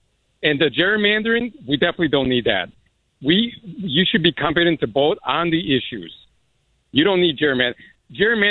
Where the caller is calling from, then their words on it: Tampa, Florida, United States; Here from a rooftop in South Tampa.